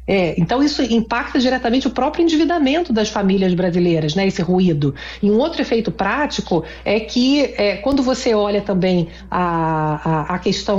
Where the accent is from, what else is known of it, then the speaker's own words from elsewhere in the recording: Brazil; Como eu não entendo de futebol e sou brasileira, né?